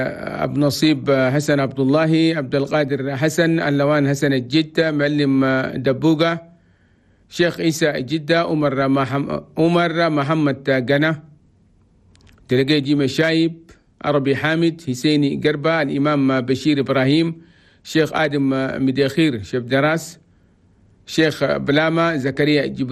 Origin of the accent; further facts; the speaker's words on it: Chad; في بلدنا تشاد بلد تومي.